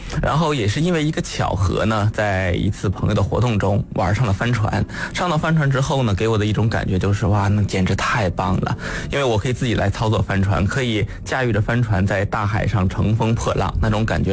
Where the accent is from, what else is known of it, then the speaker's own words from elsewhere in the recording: Dalian, Liaoning, China; 因为我是大连人，从小生活在海边，从小看着海长大，所以对大海有一个天生的热爱。